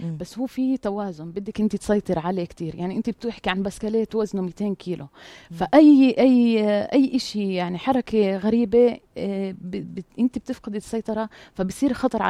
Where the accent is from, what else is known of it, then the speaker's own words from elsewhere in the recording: Italy; Arabic is a second language; لا هلا انا من مواليد ايطاليا، طول عمري كنت عايشة في ايطاليا.